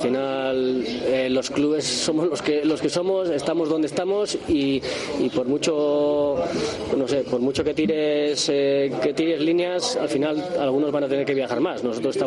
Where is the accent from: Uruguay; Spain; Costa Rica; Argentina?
Spain; Irun, Basque Country; somos de la comarca, somos de Irún.